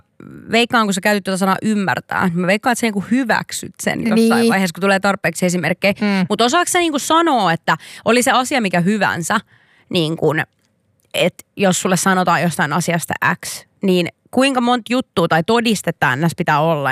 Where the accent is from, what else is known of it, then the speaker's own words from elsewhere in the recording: Turku, Southwest Finland, Finland; mä en tiedä miksi mä oon turkulainen